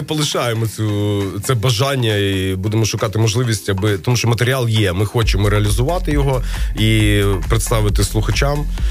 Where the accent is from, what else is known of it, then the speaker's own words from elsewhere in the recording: Chernivtsi Oblast, Ukraine; ми ще й буковинці.